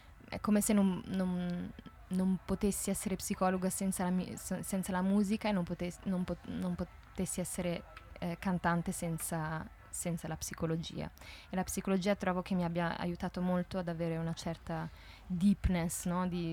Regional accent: Ticino, Switzerland; also born or lived in Lausanne; now in Zurich, Switzerland; mio padre è cubano, è di Panama e sono nata e cresciuta in Ticino. Ho studiato a Losanna, vivo a Zurigo.

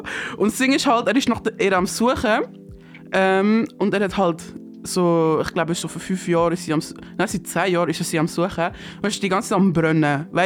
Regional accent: Tunceli Province, Turkey; als eine Kurdin, die nicht so viel von Kultur leider mitbekommen hat. Es ist sehr interesting, wenn sie über so, wie der eine ist vom gleichen Dorf, glaube ich, wie ich. Dersim, let's go, Dersim, up.

